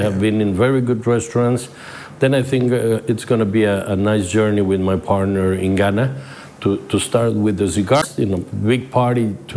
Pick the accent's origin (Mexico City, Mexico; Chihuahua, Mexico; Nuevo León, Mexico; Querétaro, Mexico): Querétaro, Mexico; Santiago de Querétaro; also born or lived in Veracruz; Querétaro, my hometown.